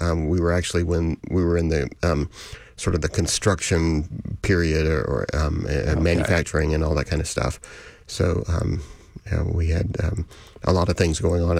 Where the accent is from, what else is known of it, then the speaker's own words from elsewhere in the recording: Mississippi, United States; now in Houston, United States; And I grew up in Mississippi.